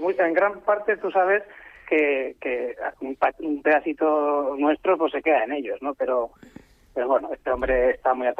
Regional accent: Bilbao, Basque Country, Spain; Básicamente yo soy de Bilbao de toda la vida, nacido, criado, trabajo, sí.

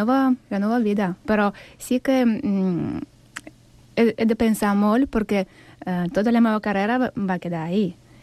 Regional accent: Simferopol, Crimea, Ukraine; Catalan is a second language; moved away as an adult; also born or lived in near Kerch, Crimea; now in Catalonia, Spain; recordo la meva infància a Simferopol, a la ciutat.

